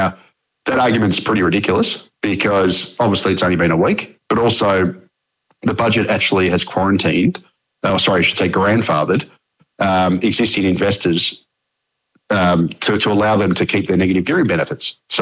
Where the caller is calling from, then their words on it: Melbourne, Victoria, Australia; I'm actually calling from Melbourne, right? So I live in Melbourne.